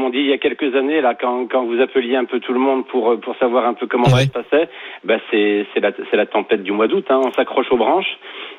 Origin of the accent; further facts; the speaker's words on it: Brittany, France; je suis breton.